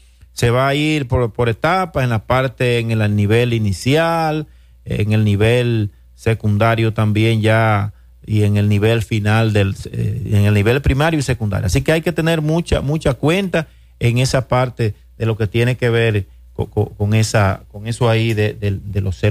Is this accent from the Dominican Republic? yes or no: yes; Dominican Republic; contento y orgulloso como dominicano